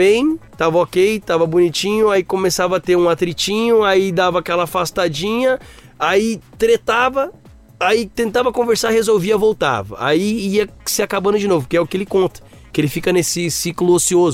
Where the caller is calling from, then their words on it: Feira de Santana, Bahia, Brazil; Eu sou de Feira de Santana.